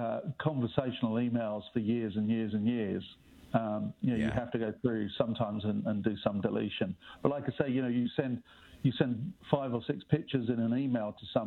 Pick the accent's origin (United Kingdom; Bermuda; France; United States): United Kingdom; England; accent: English; with my accent, I'm English.